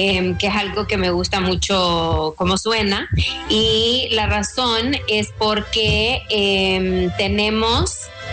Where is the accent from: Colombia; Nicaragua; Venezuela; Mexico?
Nicaragua